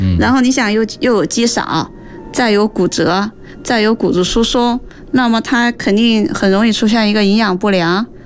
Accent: China

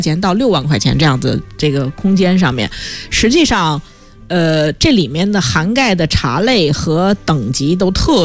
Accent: China; 对于我们中国人来说

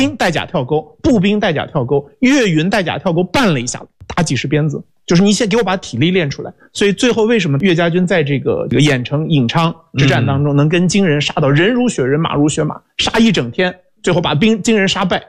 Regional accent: China; 我们中国人也好，

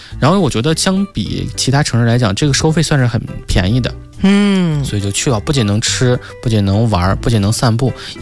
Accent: Huludao, Liaoning, China; moved away; 希望有更多的朋友有时间也到我的家乡去感受一下天辽地宁山海有情的辽宁葫芦岛的热情。

